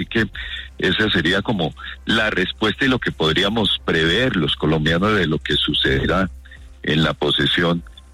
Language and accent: Spanish; Colombia; lo que uno quiere como colombiano es que haya una transición de gobierno lo más normal posible